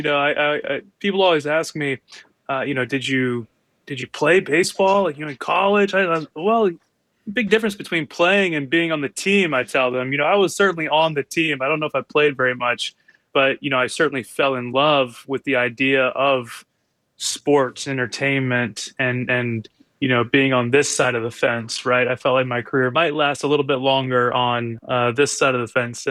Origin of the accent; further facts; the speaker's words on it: North Carolina, United States; also born or lived in Florida; as many who grew up in the Southeast, I grew up in Florida and then North Carolina.